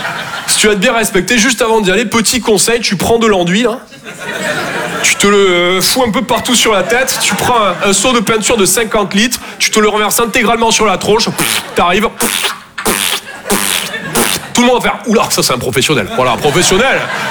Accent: Toulouse, Occitanie, France; Je viens de Toulouse à la base. Ouais, ça s'entend un peu, ouais. Mon accent, c'est vraiment comme mon sexe, je sors que quand je suis en confiance.

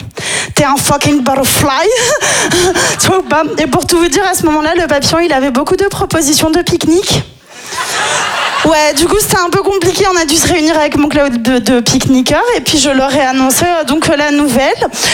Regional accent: Nice, Provence-Alpes-Côte d'Azur, France; moi, je suis niçoise, donc c'est littéralement mes 2 activités préférées, quoi, dans la vie.

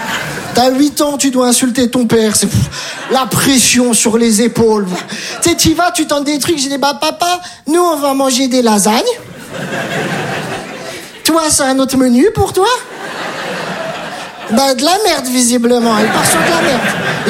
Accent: Metz, Grand Est, France; Je viens de Metz, j'ai tout abandonné

